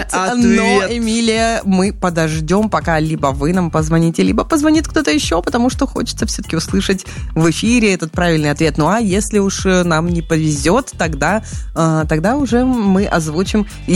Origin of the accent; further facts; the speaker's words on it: Bobruisk, Mogilev Region, Belarus; я из Белоруссии, из Бобруйска.